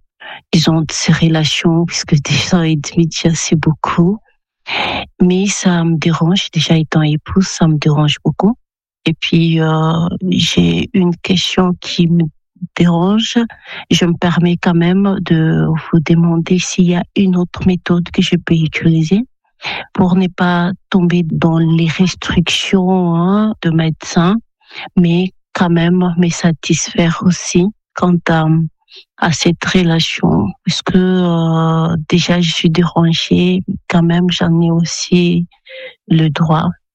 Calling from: Yaoundé, Centre, Cameroon; de Yaoundé, j'ai 37 ans.

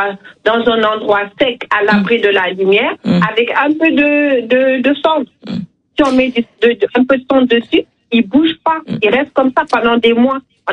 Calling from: Senegal; je suis sénégalaise d'abord et fière de l'être

